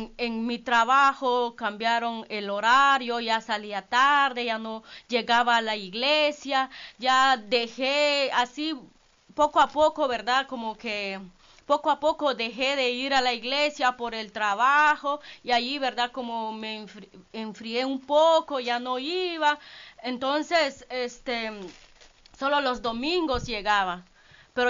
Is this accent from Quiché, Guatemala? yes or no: no; Baja Verapaz, Guatemala; en la iglesia del Nazareno, de allá, ¿verdad?, donde nací, allá por Baja Verapaz. Entonces, hermanos, pero ahí en ese tiempo yo crecí